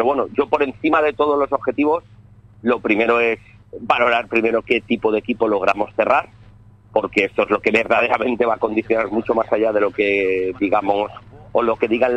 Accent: Gandia, Valencian Community, Spain; moved away; Gandía, de donde yo soy

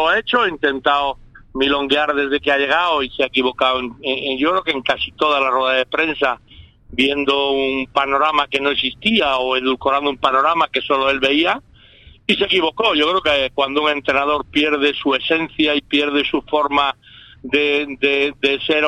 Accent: Marín, Galicia, Spain; born there; muy buenas desde las Rías Baixas, desde Marín, mi pueblo.

